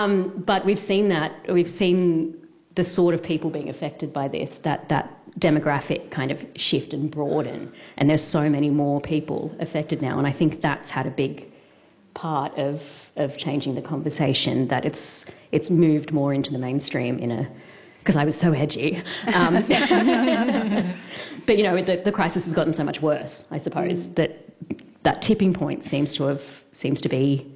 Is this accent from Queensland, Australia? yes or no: no; Sydney, New South Wales, Australia; I've been a long-term renter for a very long time, and I am from Sydney, which is sort of the epicenter of the housing crisis, if you like.